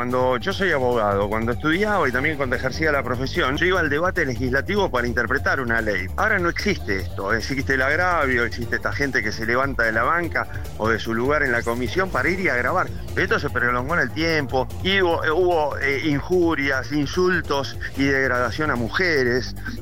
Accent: Río Negro, Argentina; yo soy de Río Negro

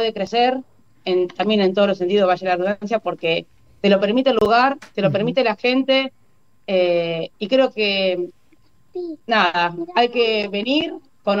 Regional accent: Argentina; moved away as an adult; also born or lived in Spain; now in Scotland, United Kingdom; nosotros de Escocia, después de vivir 5 años en España, nuestra hija más chica es escocesa y yo soy orgullosa de Argentina

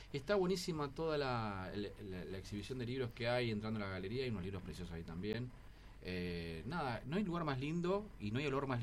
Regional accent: Magdalena, Buenos Aires Province, Argentina; born there; Hasta La Plata. Uno nació por ahí, así que somos del Pago de la Magdalena.

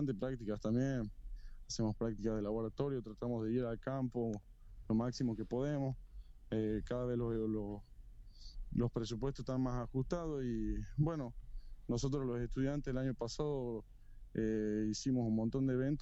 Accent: Argentina; Yo quiero trabajar en mi país, lo que quiero, no me quiero ir a buscar al extranjero, un trabajo

